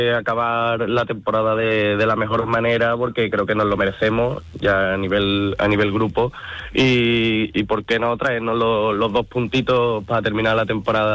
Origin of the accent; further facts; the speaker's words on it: Seville, Andalusia, Spain; Hombre, yo por ejemplo que soy de aquí de Sevilla